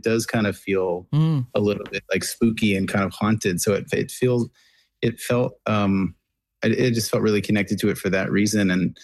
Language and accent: English; Nova Scotia, Canada; I heard about the story, but I didn't realize how close it was to my hometown. Because it was the Shag Harbor, and I always knew the town as Clark's Harbor